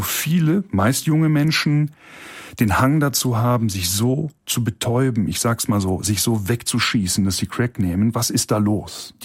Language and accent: German; Cologne, North Rhine-Westphalia, Germany; Da frage ich mich ja auch, ich bin Kölner Bürger auch, wie gehe ich denn jetzt damit um?